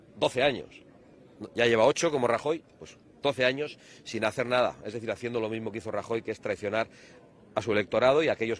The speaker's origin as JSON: {"language": "Spanish", "region": "Basque Country", "country": "Spain", "said": "Yo voy a seguir haciéndolo porque soy español y tengo todo el derecho a estar aquí."}